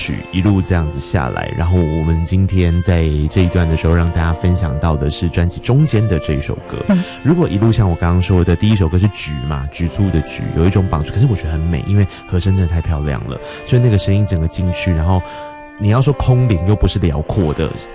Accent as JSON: {"language": "Chinese", "region": "Tainan", "country": "Taiwan", "said": "我就是我是台南人啊"}